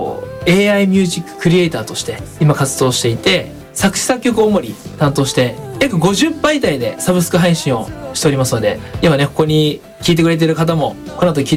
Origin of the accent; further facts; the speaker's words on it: Chiba, Japan; 出身は千葉県千葉市になります。